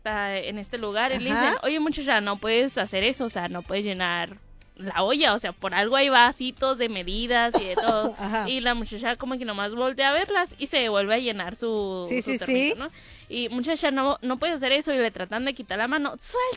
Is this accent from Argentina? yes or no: no; Mexico